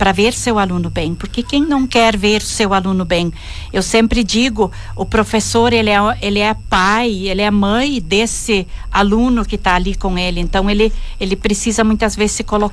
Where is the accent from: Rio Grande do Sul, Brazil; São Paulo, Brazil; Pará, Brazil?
Rio Grande do Sul, Brazil; E como eu sou do Rio Grande do Sul, então a editora escolheu Gramado.